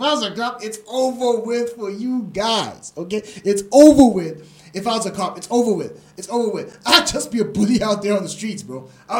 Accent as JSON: {"language": "English", "town": "Springs", "region": "Gauteng", "country": "South Africa", "tie": "born there", "also_born_or_lived": "Johannesburg", "said": "I was born in the East Rand, but as a kid, I was actually born in Johannesburg, and then we went all the way to Springs. I sort of grew up in Springs for a bit. Spent some time over there."}